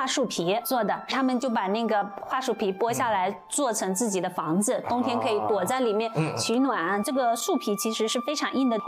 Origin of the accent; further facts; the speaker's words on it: Wenzhou, Zhejiang, China; 我的老家温州廖发墓是一个国家级非遗，